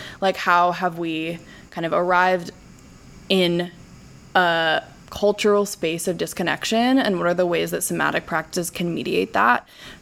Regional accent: Chicago, Illinois, United States; I'm a rising senior. I'm from Chicago, Illinois

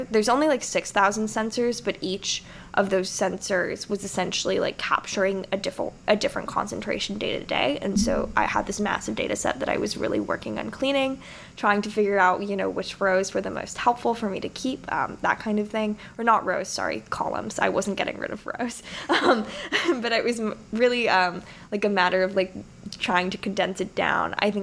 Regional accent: Los Angeles, California, United States; I'm from California. I'm actually from the city of Los Angeles

